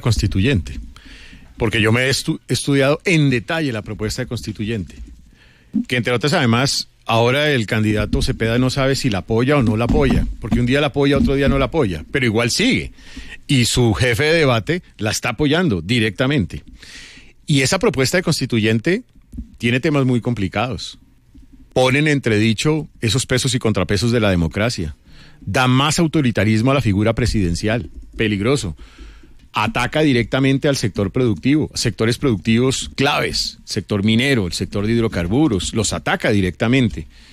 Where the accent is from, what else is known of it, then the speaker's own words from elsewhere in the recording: Colombia; los colombianos no somos tontos